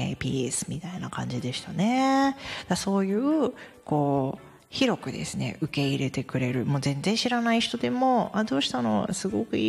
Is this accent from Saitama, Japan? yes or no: yes; Saitama, Japan; 私埼玉で生まれ育った私